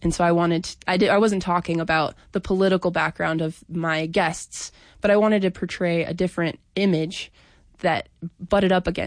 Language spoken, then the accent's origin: English; Montana, United States; this project has enabled me to do a lot of research that's just helped me understand my hometown and the rural Montana a lot better.